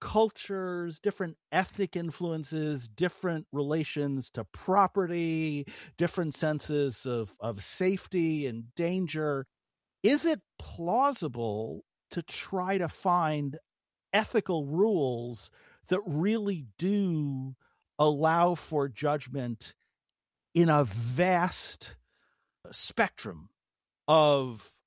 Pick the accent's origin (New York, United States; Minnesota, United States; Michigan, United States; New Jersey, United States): New York, United States; New York City; I grew up right across the river from you. I grew up in Washington Heights, albeit several decades, I suspect, before you.